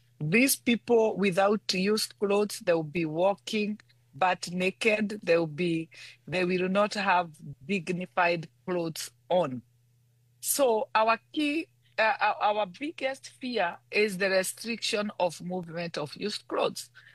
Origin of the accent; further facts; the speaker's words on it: Kenya; we are very concerned as Kenyans